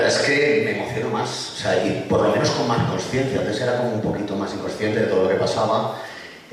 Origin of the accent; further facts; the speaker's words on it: Valencian Community, Spain; yo soy de Vinatusa, soy un pueblo de al lado de Valencia